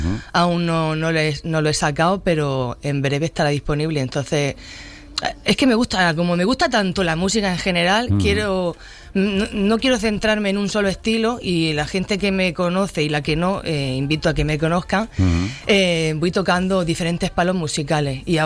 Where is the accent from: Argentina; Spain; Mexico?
Spain; Almería, Andalusia; me sigue mucha más gente de fuera de Almería.